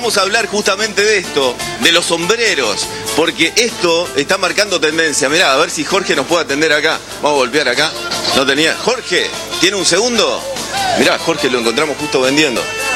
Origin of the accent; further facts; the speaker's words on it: Florida, Uruguay; somos los dos de Florida